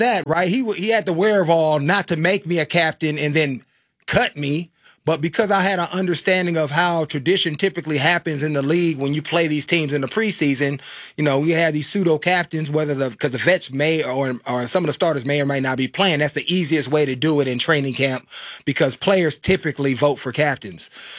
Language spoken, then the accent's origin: English; Oakland, California, United States; I'm from Oakland.